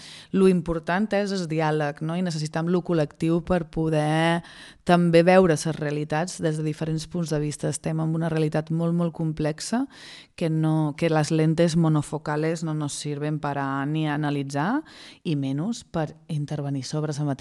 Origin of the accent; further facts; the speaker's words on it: Menorca, Balearic Islands, Spain; moltes de les persones que som de Menorca